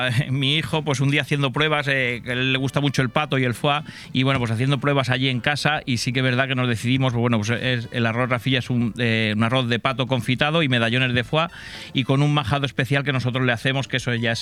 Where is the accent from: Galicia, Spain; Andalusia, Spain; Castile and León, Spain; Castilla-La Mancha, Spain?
Andalusia, Spain; Huéscar; moved away; de allí, de mi tierra, de Huéscar, de Granada